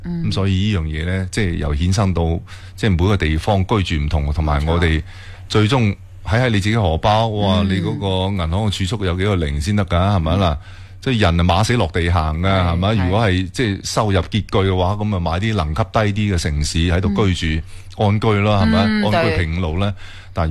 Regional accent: Foshan, Guangdong, China

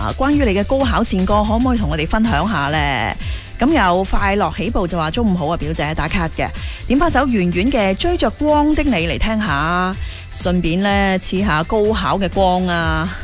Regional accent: Guangdong, China

